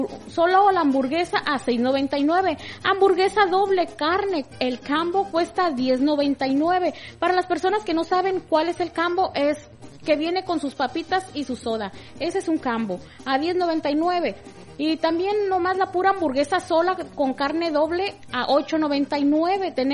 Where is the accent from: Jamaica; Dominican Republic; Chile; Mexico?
Mexico; now in Central Valley, California, United States; Los que somos de México sabemos cuáles.